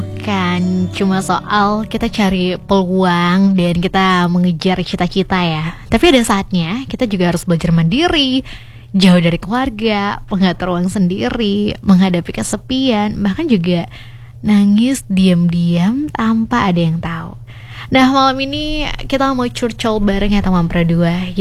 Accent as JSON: {"language": "Indonesian", "region": "Sumatra", "country": "Indonesia", "tie": "born there", "also_born_or_lived": "Palembang / Pekanbaru", "moved": "as an adult", "lives_now": "Tanjung Pinang, Indonesia", "said": "yang harus terbang lagi buat nyampe ke kampung aku, karena aku di Sumatera juga kan"}